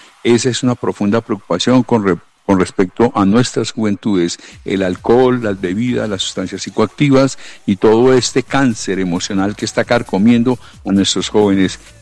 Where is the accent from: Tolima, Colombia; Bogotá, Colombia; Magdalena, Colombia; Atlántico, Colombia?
Bogotá, Colombia; Yo nací en Bogotá, un barrio que se llama Las Cruces, estigmatizado por el vandalismo, las drogas.